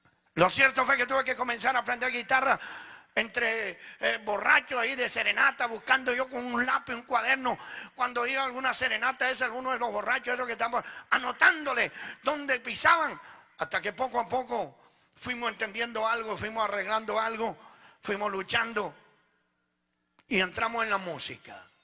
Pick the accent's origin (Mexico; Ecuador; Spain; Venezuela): Venezuela; moved away as an adult; also born or lived in Italy; now in Sacramento, United States; Yo nací en Italia, yo soy italiano. Llegué como a la edad de 7 años allá en Venezuela. Ahí nos criamos. Estuve viviendo allá en Venezuela como casi 37, 38 años, no sé cuánto. Ahora tengo 53.